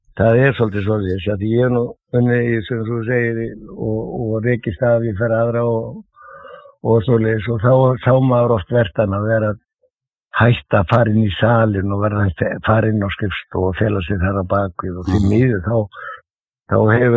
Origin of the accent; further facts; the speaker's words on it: Reykjavík, Capital Region, Iceland; Já, ég er fæddur á uppalinn í Klefsóttinu